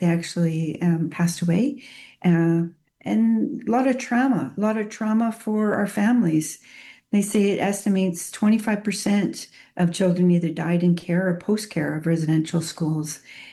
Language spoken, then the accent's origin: English; Alberta, Canada; but we're from Alberta